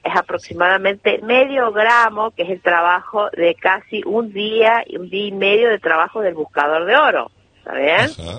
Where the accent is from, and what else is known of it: La Carolina, San Luis, Argentina